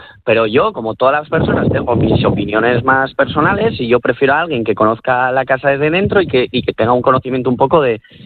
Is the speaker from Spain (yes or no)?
yes; Gijón, Asturias, Spain; muchos de los que somos de Gijón